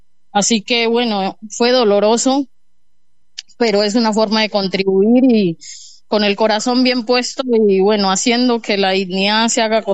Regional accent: Buenaventura, Valle del Cauca, Colombia; como colombianos, como bonaverenses, como gente del Pacífico

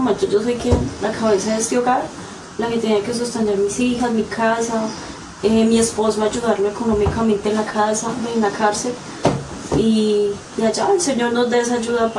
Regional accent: Medellín, Antioquia, Colombia; now in Ibagué, Colombia; vengo de la ciudad de Medellín.

